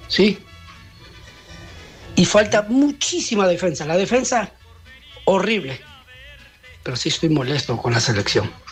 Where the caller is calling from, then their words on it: Ecuador; Como ecuatoriano.